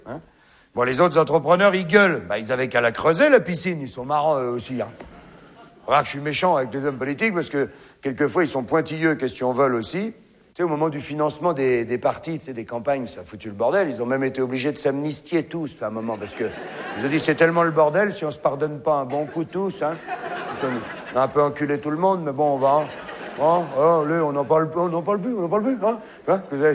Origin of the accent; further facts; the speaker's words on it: France; Hein, vous avez vu, chez nous, en France, ils ont dit, ah, oui, oui, oui.